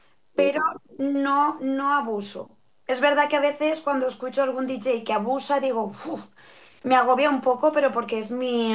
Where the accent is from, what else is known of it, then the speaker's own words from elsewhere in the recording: Xeraco, Valencian Community, Spain; ha sido los que he hecho en Xeraco, porque claro, es mi pueblo, es mi gente, y la emoción que me da al poder pinchar allí con toda mi familia